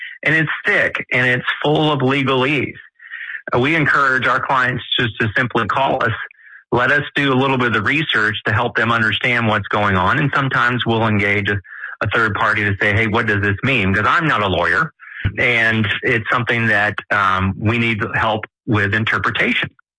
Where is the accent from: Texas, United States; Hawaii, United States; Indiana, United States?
Texas, United States; Now, I'm a little biased because I'm a Texan.